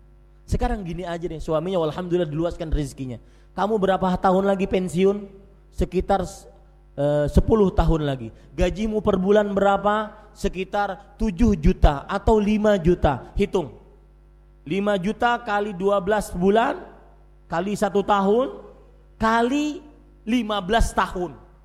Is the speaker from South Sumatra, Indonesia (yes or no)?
no; Banjarmasin, South Kalimantan, Indonesia; Suatu ketika di Walimatul Urush di Banjarmasin, kota saya, ada bapak-bapak duduk.